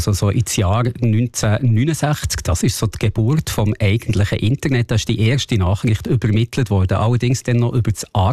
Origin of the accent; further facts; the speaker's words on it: Switzerland; Da hat man als Schweizer noch gar nicht so Zugriff gehabt.